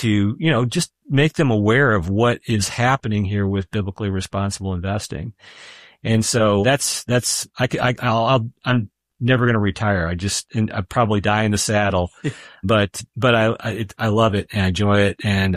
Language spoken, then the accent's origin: English; United States; we do a good job as American Christians